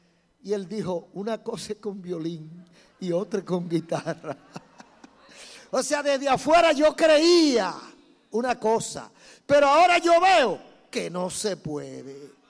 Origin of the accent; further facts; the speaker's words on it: Dominican Republic; mi país, República Dominicana